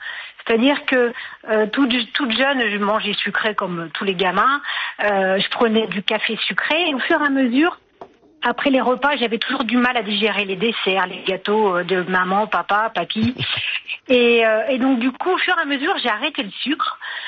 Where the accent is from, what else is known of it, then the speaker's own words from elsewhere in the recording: France; now in Madrid, Spain; Alors, moi, j'habite à Madrid. Je suis française, mais.